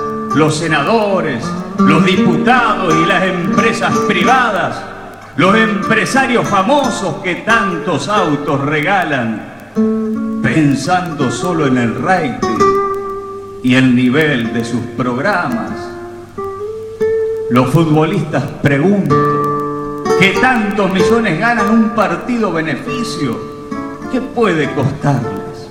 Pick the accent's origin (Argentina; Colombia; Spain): Argentina; Perdón, como argentino me avergüenza y me da rabia, porque lo abandonamos cuando más nos precisaba. Y gracias por lo que fue y lo que hizo por mi patria